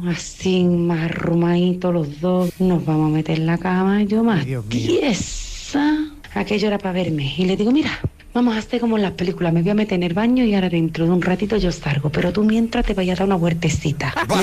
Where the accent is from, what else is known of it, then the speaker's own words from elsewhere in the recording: Seville, Andalusia, Spain; soy de Sevilla.